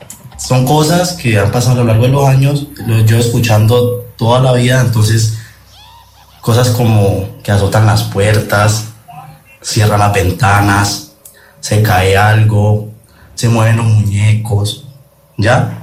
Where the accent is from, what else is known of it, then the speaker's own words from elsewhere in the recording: Valle del Cauca, Colombia; yo soy de aquí del Valle, yo soy del Valle de Cauca, ¿no? Saludos desde el Valle.